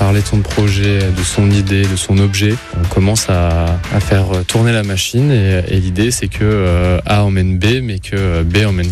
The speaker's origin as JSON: {"language": "French", "town": "Lille", "region": "Hauts-de-France", "country": "France", "said": "j'ai 23 ans et je suis Lillois."}